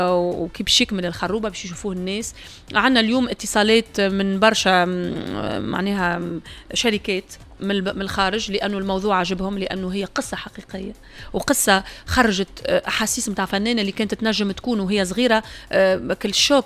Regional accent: Tunisia

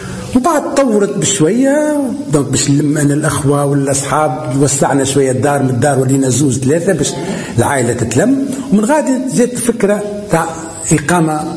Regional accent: Tunis, Tunis Governorate, Tunisia; first language Amazigh (Berber); Arabic is a second language; moved away as an adult; now in Tamezret, Tunisia; أنا رغم اللي أصيل، نعتبر روحي أصيل القرية، رغم اللي أنا من مواليد تونس العاصمة، خاطر الوالد وجدي الله يرحمهم تحولوا من الثلاثين أواخر الثلاثينات لتونس للعمل، دونك مولود في تونس

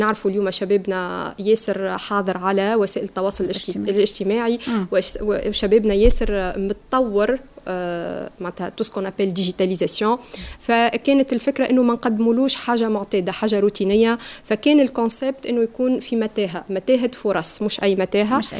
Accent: Tunisia; بالنسبة لنا في تونس

